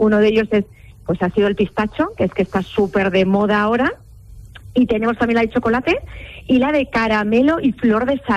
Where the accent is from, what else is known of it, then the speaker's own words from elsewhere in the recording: Santa Cruz de Mudela, Castilla-La Mancha, Spain; Yo soy de Santa Cruz de Mudela